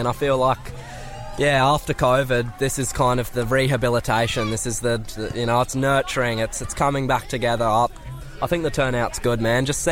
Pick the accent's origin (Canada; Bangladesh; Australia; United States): Australia; Bellingen, New South Wales; growing up in Bellow, this is the essence of Bellingen